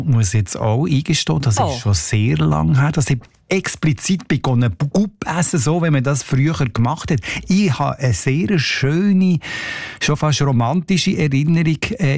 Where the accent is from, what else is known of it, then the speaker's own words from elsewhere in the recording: Deitingen, Solothurn, Switzerland; Ich bin an der Autobahn aufgewachsen. Aha. Autobahn A1, Deitigen.